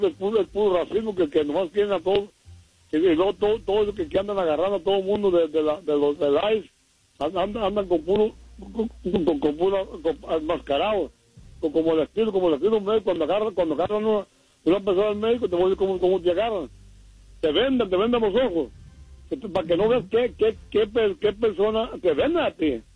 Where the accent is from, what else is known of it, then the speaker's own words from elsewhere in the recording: Michoacán, Mexico; Ayer el médico te hace que el médico, porque soy mexicano, michoacano.